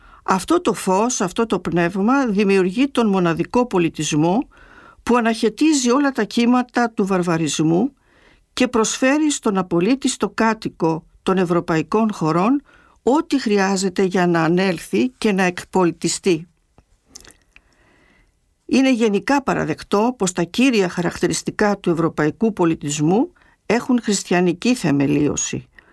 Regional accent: Greece; Αν θελήσουμε να τον αντικρίσουμε ως Έλληνες, μπορούμε να πούμε ότι του χρωστάμε σχεδόν το παν.

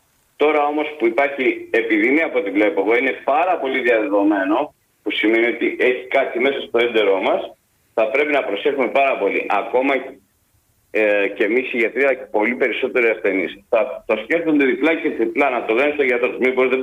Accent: Greece; σαν Έλληνες έχουμε μάθει

